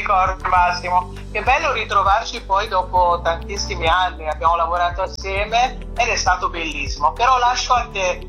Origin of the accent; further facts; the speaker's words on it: Treviso, Veneto, Italy; now in Milan, Italy; io sono una trevigiana o trevisana, come si dice doppia, sono a Milano